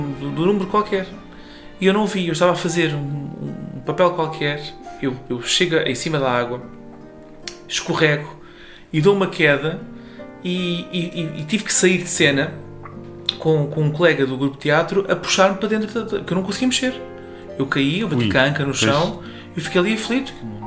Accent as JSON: {"language": "Portuguese", "country": "Portugal", "said": "É a terra da minha família paterna, por acaso também sou do Rosário."}